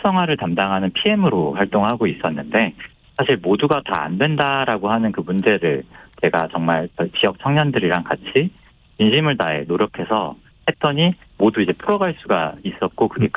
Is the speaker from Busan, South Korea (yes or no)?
no; Seoul, South Korea; moved away as an adult; now in Hongseong, South Korea; 저는 서울에서 이태원에서 태어난